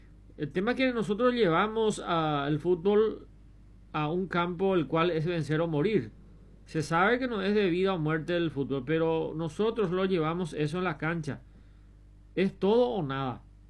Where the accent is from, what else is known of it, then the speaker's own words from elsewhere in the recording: Paraguay; Y así pues somos los paraguayos.